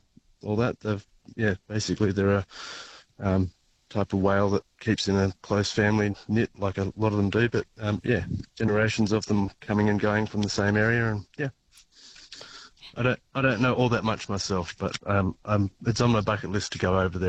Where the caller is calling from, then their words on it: Mullumbimby, New South Wales, Australia; Bimby, main arm.